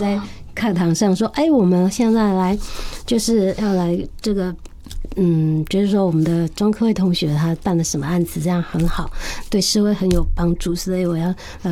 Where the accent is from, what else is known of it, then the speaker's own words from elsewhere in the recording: Yunlin County, Taiwan; 但是我们云林其实是农业的主要生产县市，那我个人又是乡下农家长大，我对于土地有比较不一样的感情，